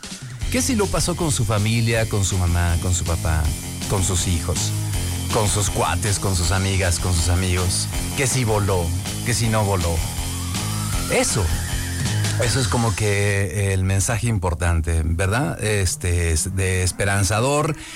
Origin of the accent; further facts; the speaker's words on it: Mexico; Soy mexicano.